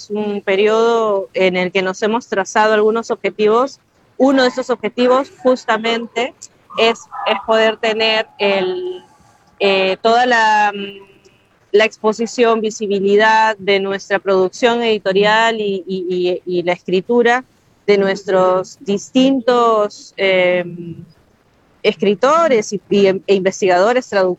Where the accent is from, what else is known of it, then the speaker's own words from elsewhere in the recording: Peru; lo que somos como peruanos y peruanas